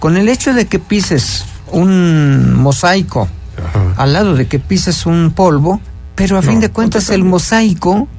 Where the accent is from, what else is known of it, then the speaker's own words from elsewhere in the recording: Mexico; Porque somos mexicanos.